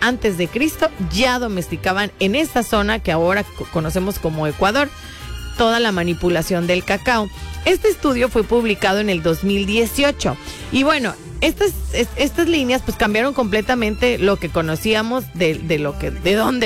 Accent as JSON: {"language": "Spanish", "country": "Mexico"}